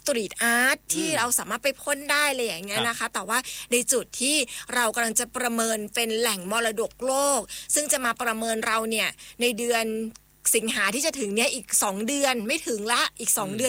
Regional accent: Chiang Mai, Thailand; เราเป็นคนเชียงใหม่เอง

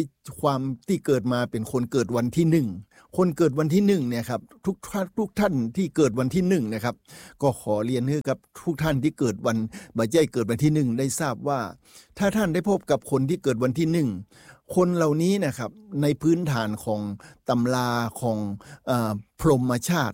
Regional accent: Lamphun, Thailand; moved away; เมื่อปี2565ผมได้กลับมาเป็นคนลำพูนแห่มครั้งหนึ่ง

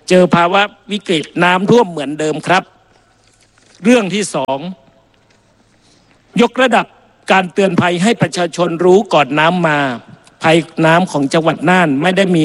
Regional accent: Nan Province, Nan, Thailand; ผมเป็นคนจังหวัดน่าน

